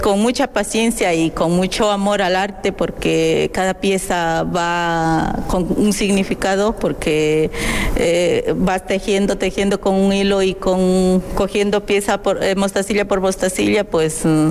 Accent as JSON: {"language": "Spanish", "country": "Ecuador", "tie": "born there", "moved": "yes", "said": "soy ecuatoriana."}